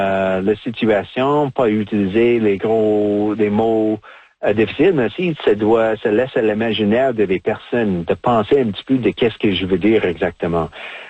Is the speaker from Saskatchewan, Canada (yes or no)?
yes; Saskatchewan, Canada; French is a second language; now in Manitoba, Canada; je suis un franco-manitobain d'option. Mais de penser quand même d'être une Première Nation de Saskatchewan